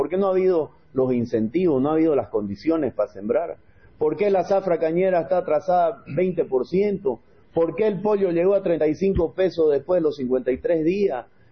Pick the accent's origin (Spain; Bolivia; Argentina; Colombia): Bolivia; Esas son las medidas que necesitamos como bolivianos.